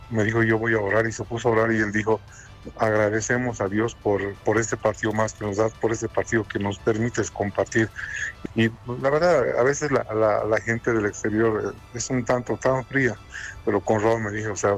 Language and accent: Spanish; Bolivia; nos sentimos bolivianos, seguimos abrazando esa bandera y la verdad nos sentimos felices de decir soy boliviano